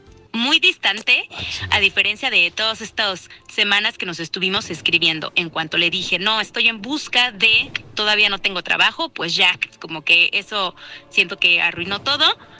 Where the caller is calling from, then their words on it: Puebla, Mexico